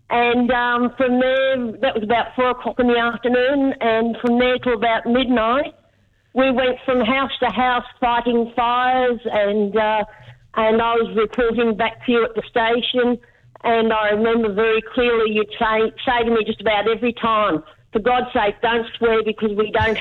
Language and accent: English; New South Wales, Australia; the only thing I had going for me was I came from Western New South Wales and I'd been going to bushfires since I was about 12 years old.